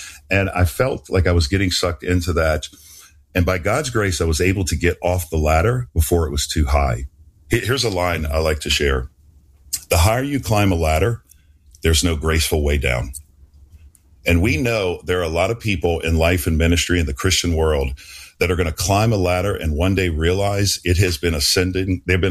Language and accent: English; New Orleans, Louisiana, United States; My life story, my background is I was raised in New Orleans and Roman Catholic, very religious, went to church every Sunday